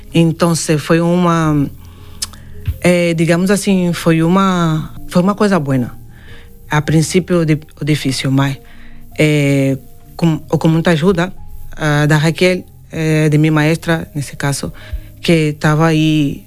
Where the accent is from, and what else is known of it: Angola; now in Spain